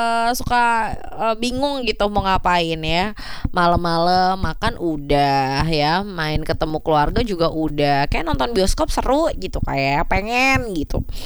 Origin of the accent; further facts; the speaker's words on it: Laguboti, North Sumatra, Indonesia; moved away; kampung saya tuh di Laguboti di Sumatera Utara, di daerah Laguboti, Balige, Porsea